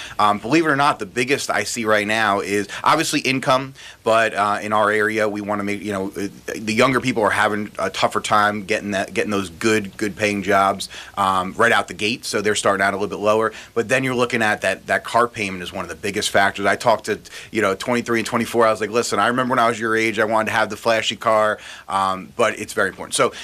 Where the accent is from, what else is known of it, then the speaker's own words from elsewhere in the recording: New York City, New York, United States; Growing up in the New York City area